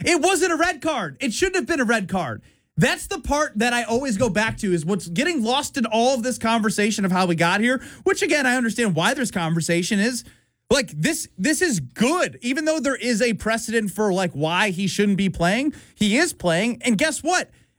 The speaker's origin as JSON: {"language": "English", "country": "United States", "said": "I'm not going to apologize for being American."}